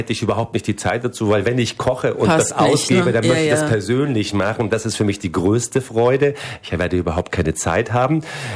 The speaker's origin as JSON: {"language": "German", "country": "Turkey", "tie": "born or raised there", "said": "Da gab es eben dieses Erdbeben in der Türkei, im Süden der Türkei. An meiner Heimat, Geburtsort ist das alles passiert."}